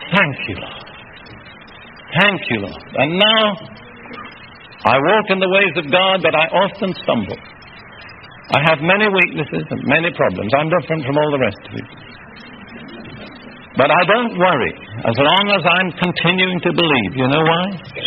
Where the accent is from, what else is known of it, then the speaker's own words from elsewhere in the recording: United Kingdom; but I grew up in the Anglican Church in Britain.